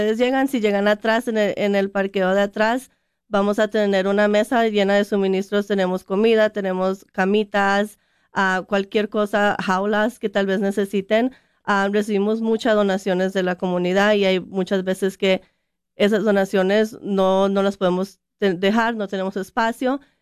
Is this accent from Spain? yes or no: no; Costa Rica; moved away; soy de Costa Rica